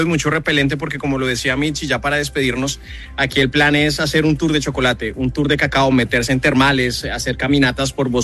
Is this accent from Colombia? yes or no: yes; Colombia; now in Costa Rica; cuando usted se encuentra acá con los ticos que lo reciben a uno muy bien, siempre le hablan a uno como colombiano de Jorge Luis Pinto